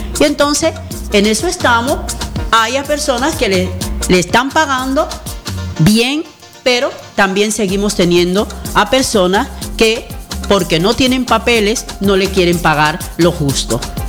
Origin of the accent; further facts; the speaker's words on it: Baní, Peravia, Dominican Republic; moved away as an adult; now in Spain; Y yo como trabajadora de hogar, como dominicana, como mujer